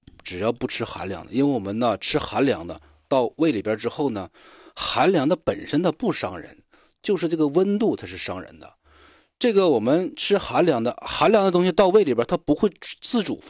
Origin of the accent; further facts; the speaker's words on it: China; 我们中国人是五谷，